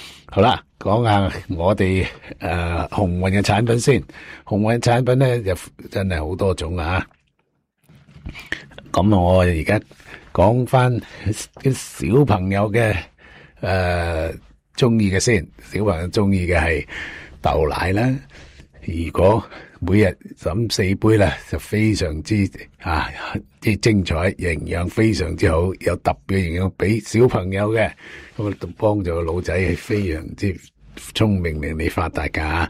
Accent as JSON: {"language": "Cantonese", "country": "China", "said": "所以咧，我哋中国人咧，就起码做咩都系一路一路去进步嘅"}